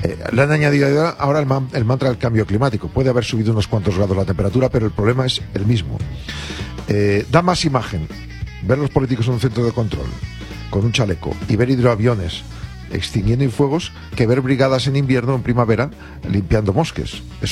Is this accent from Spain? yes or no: yes; Neila, Castile and León, Spain; Dos, nosotros en nuestros pueblos se vivía de los pinos. Con los pinos de mi pueblo en Neila, pues hacían, decían, las grandes crucetas de las velas de los barcos, ¿vale?